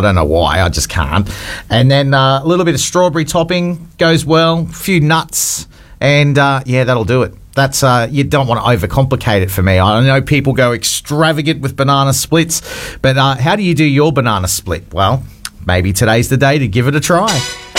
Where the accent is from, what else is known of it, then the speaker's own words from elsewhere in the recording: Queensland, Australia; Being a Queenslander